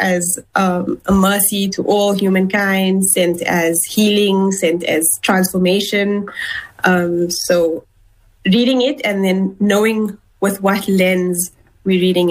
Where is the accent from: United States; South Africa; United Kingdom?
South Africa; you know, as a South African, as a Muslim.